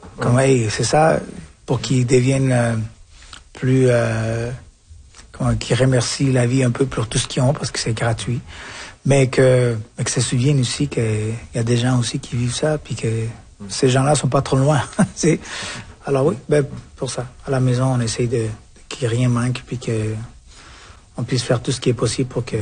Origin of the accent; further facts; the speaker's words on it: Colombia; also born or lived in Quebec; now in Alberta, Canada; je viens de la Colombie, mais j'habitais au Québec, alors je viens de Québec, du Québec aussi. Puis quand je vais ailleurs, je viens de la Colombie, j'ai passé par le Québec, mais je viens de l'Alberta.